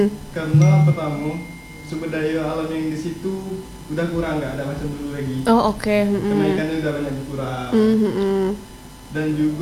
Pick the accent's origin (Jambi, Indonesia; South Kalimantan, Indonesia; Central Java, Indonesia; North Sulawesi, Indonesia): Jambi, Indonesia; kami pengen memperkenalkan kampung halaman kami itu di Danau Teluk itu.